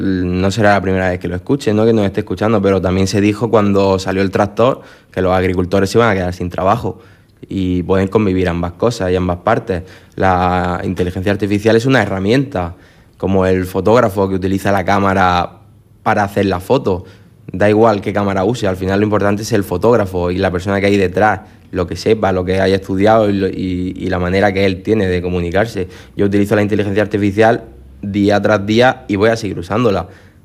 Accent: Cieza, Region of Murcia, Spain; Pues yo soy de Cieza, empecé en Cieza trabajando.

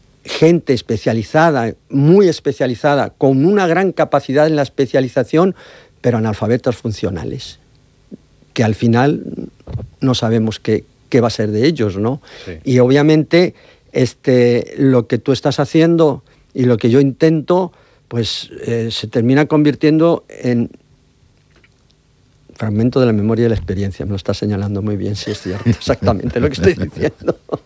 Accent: Mexico; Yo vengo de México.

